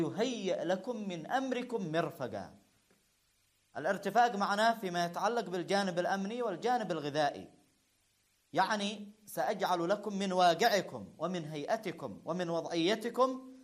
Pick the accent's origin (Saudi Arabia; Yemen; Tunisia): Yemen; عندنا في اليمن